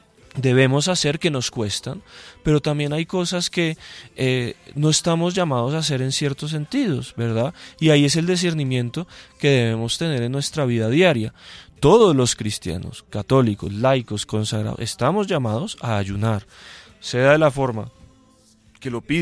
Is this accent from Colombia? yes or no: yes; Colombia